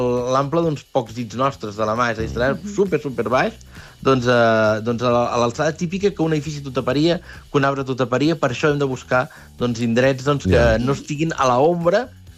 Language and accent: Catalan; Barcelona, Catalonia, Spain; jo sóc del barri de Gràcia de Barcelona i porto gairebé 20 anys treballant aquí a Àgil.